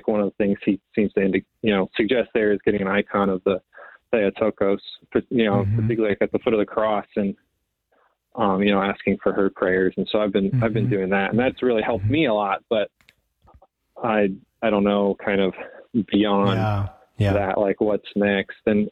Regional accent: Fort Wayne, Indiana, United States; Yep. Raised in Fort Wayne. So I'm a Hoosier through and through.

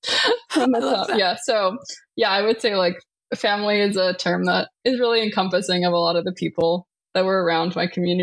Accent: New Jersey, United States; I'm from Northern New Jersey. So born there, I would say in a pretty strong Greek American community. My grandfather and grandmother were the local priest and presbytera of the Greek parish. So I grew up very much part of the local church

